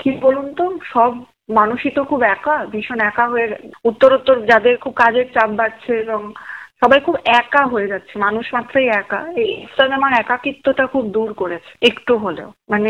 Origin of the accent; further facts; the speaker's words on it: Bengal, India; যেহেতু আমি বাঙালি, তার উপরে ভারতীয়, তার উপরে আবার বাঙালি